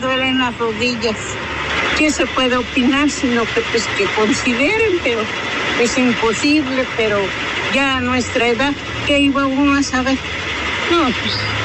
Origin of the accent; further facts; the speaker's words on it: Cuautla, Morelos, Mexico; Venimos desde Morelos, Cuautla, Morelos, y llegamos a Matamoros